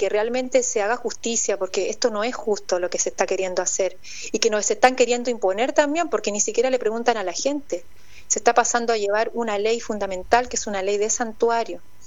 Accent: Chile; now in Uruguay; Yo que soy chilena

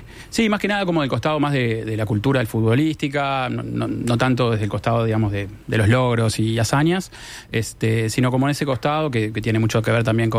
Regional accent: Salto, Uruguay; moved away as an adult; now in Montevideo, Uruguay; al año volví a Salto y después, bueno, me crié como un salteño de pura cepa.

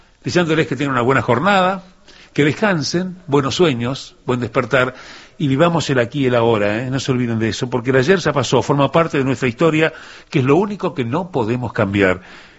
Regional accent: Paysandú, Uruguay; moved away; cuando recién llegué de Paysandú, vivía en una pensión en Isla de Flores

